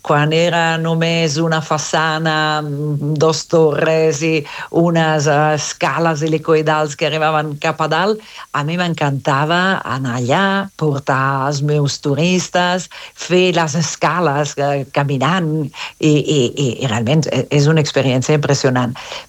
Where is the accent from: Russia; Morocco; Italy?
Italy; Catalan is a second language; moved away; sóc italiana